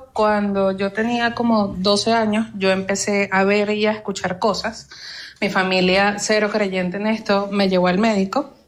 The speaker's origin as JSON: {"language": "Spanish", "country": "Venezuela", "moved": "yes", "lives_now": "Bucaramanga, Colombia", "said": "Yo soy de Venezuela, pero vivo en Bucaramanga."}